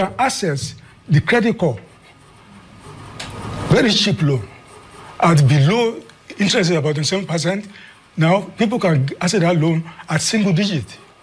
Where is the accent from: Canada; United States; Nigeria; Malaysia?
Nigeria; I'm a Nigerian.